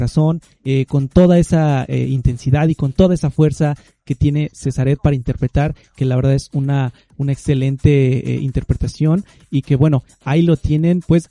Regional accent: Mexico; nosotros como mexicanos sabemos identificar muy bien un buen talento

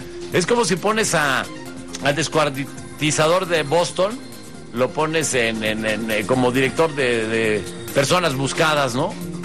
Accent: Mexico

